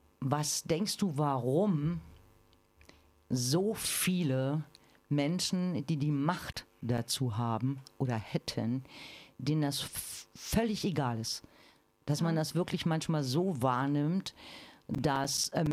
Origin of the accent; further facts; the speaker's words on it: East Germany, Germany; ich bin ja im Osten geboren und habe den Osten miterlebt